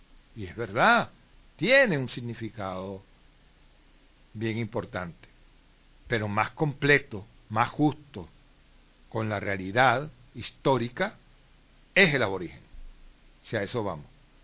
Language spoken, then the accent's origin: Spanish; Venezuela; born there; yo nací en Venezuela